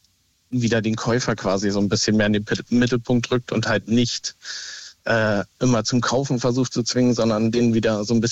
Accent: Berlin, Germany; weil wir wohnen halt in Bayern und ich bin ursprünglich Berliner

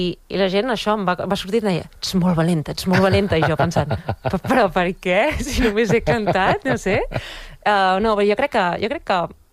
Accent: Balearic Islands, Spain; pare madrileny, mare catalana, i jo i ma germana vam néixer a Mallorca. Llavors, a casa s'ha parlat sempre castellà i català central, però de portes a fora hem parlat sempre mallorquí.

